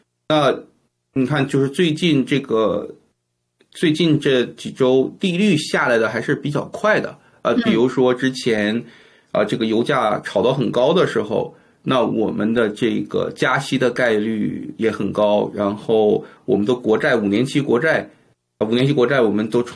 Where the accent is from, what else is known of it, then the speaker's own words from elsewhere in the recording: Canada; 所以我作为加拿大人，